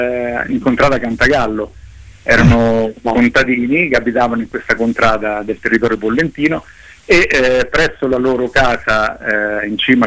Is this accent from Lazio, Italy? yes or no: yes; Rome, Lazio, Italy; moved away as an adult; nasco a Roma, perché i miei genitori sono andati a Roma negli anni 70 per motivi professionali, e quindi sono nato e vissuto a Roma fino a 24-25 anni